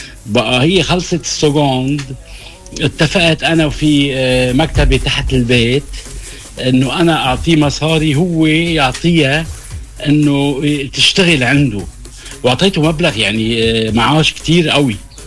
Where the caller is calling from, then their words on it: Tripoli, North Governorate, Lebanon; أنا طبيب من طرابلس